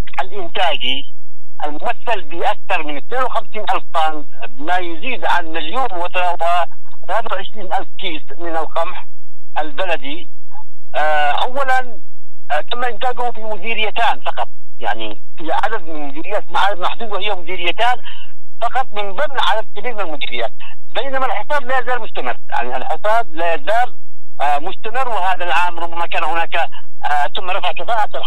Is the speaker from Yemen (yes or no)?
yes; Yemen; ضدنا كيمنيين